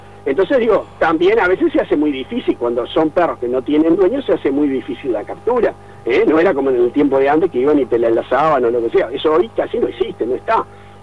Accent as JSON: {"language": "Spanish", "region": "Maldonado", "country": "Uruguay", "said": "Lo que somos de Maldonado"}